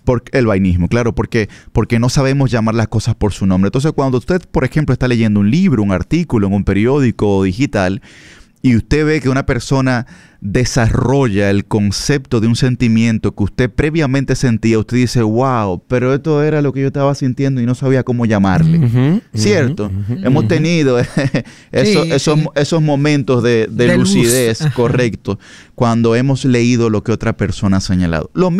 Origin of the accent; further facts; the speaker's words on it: Dominican Republic; nosotros como sociedad dominicana